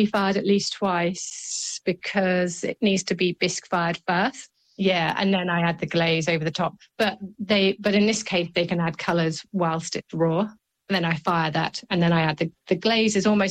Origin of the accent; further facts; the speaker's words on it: England, United Kingdom; moved away; growing up in England